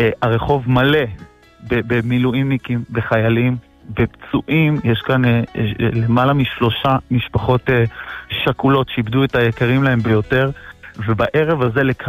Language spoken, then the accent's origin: Hebrew; Jerusalem, Jerusalem District, Israel; אני ירושלמי